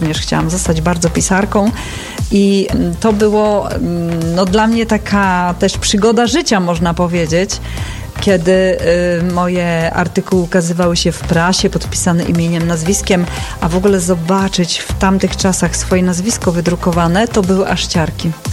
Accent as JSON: {"language": "Polish", "region": "Warmian-Masurian Voivodeship", "country": "Poland", "said": "Tak, Warmia Mazury, bo ja jestem stąd, a zawsze najlepiej pisać o rzeczach, na których się człowiek zna, które są bliskie sercu, a że Warmia i Mazury są mi bardzo bliskie"}